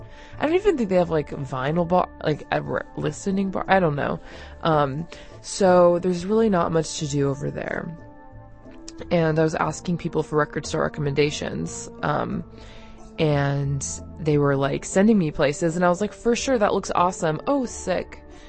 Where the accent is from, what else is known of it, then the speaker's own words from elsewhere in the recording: Los Angeles, California, United States; you'll know that I grew up in the Palisades, which is no longer there, and my parents are living in Santa Monica now